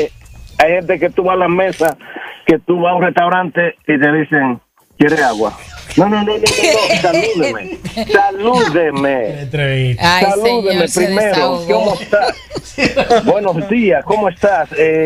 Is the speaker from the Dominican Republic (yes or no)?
yes; Dominican Republic; Yo soy dominicano, sí.